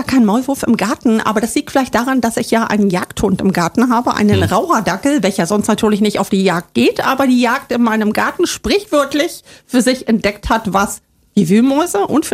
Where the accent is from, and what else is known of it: Saxony-Anhalt, Germany; born or raised there